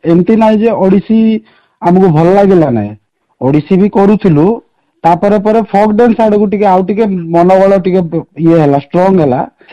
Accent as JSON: {"language": "Odia", "town": "Nabarangpur", "region": "Odisha", "country": "India", "tie": "born or raised there", "said": "ମୋର ନବରଙ୍ଗପୁର ଘର।"}